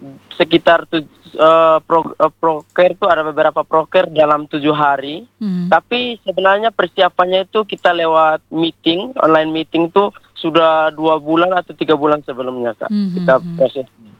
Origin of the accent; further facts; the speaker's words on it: East Nusa Tenggara, Indonesia; kami orang NTT